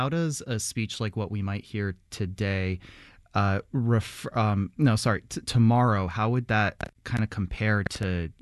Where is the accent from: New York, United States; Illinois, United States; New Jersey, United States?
New York, United States; I grew up in New York as a teen driver